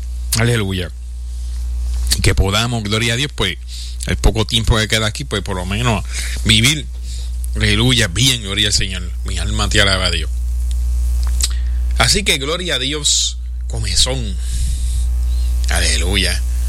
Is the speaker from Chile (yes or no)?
no; Puerto Rico; Predicando la moral en calzoncillos, vulgarmente, como dicen en mi país, Puerto Rico.